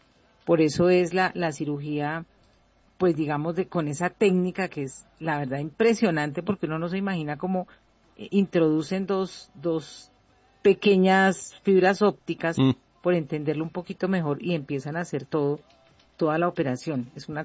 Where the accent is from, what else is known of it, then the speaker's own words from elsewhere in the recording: Colombia; Ahí vamos todos como colombianos y pensamos que pues eso es lo que todos quieren, ¿no?